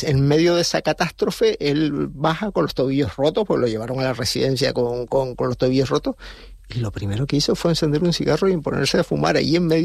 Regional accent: San Cristóbal de La Laguna, Canary Islands, Spain; Tenerife, lógicamente, yo soy de La Laguna

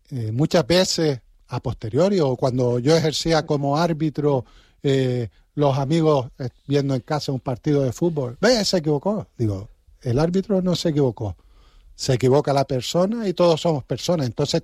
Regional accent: Arucas, Canary Islands, Spain; yo soy de Arucas

